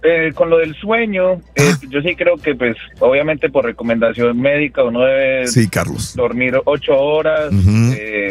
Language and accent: Spanish; Pereira, Risaralda, Colombia; also born or lived in Bogotá / Medellín; Yo nací en Bogotá, pero me crié en Pereira y en Medellín.